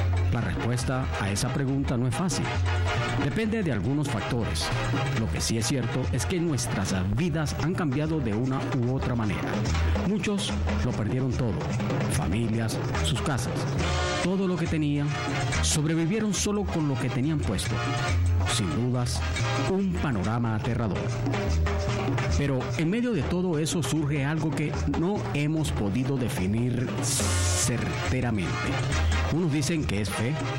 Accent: Venezuela; para recordar que somos los venezolanos y que siempre vamos adelante sin importar las circunstancias que nos rodean

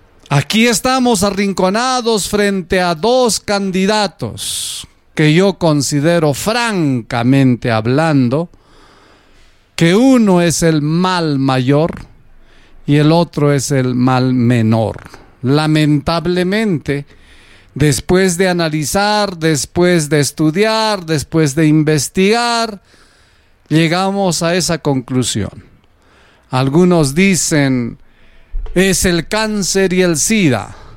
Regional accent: Peru

